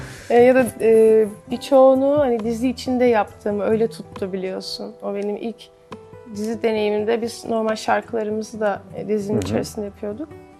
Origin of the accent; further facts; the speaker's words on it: Ankara, Turkey; Ben Ankaralıyım ve bu yani Türkiye topraklarında büyüdüğüm için de içimde her eskiden biraz mevcut.